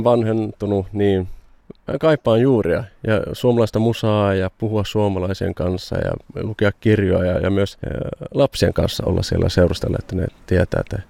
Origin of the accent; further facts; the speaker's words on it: Sweden; born there; Mä oon syntynyt Ruotsissa olen ja porukat on tuli tänne työvoimana niin kuin monet muutkin 70- tai 60-70-luvun aikana.